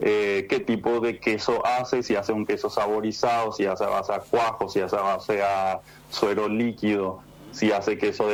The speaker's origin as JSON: {"language": "Spanish", "town": "Pilar", "region": "Ñeembucú", "country": "Paraguay", "said": "somos productores de Pilar, de Gilambú, si no me equivoco también, hay de General Díaz y Humaitá"}